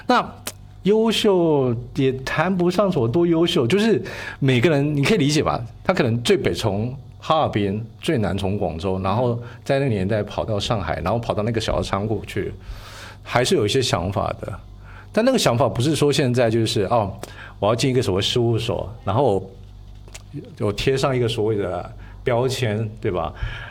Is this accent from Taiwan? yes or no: yes; Taiwan; moved away; 不会因为是我来自台湾